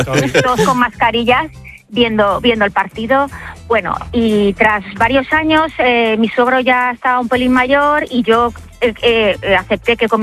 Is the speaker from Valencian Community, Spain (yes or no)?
yes; Valencian Community, Spain; Y yo soy valenciana. Vivimos actualmente en Valencia